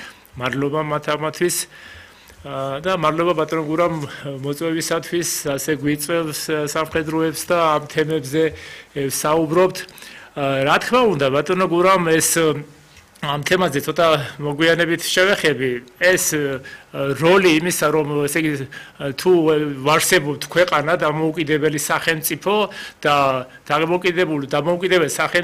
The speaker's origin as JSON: {"language": "Georgian", "region": "Western Georgia", "country": "Georgia", "said": "მე თვითონ დასავლეთიდან ვარ"}